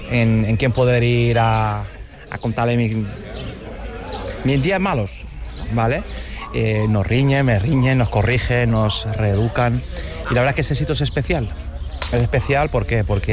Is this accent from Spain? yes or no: yes; Balearic Islands, Spain; Yo soy de Mallorca